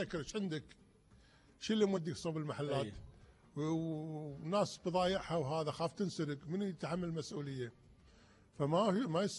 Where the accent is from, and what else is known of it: Kuwait